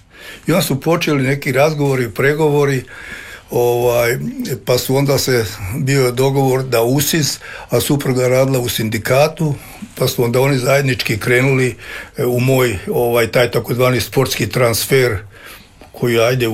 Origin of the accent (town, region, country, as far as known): Livno, Federation of Bosnia and Herzegovina, Bosnia & Herzegovina; also born or lived in Varaždin; now in Zagreb, Croatia